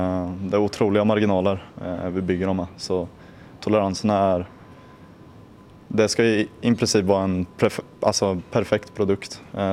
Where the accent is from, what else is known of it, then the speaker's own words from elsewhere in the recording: Vadstena, Östergötland, Sweden; now in Linköping, Sweden; 24 år gammal. Född och uppvuxen i Vadstena. Men har bott nu i Linköping i ett år.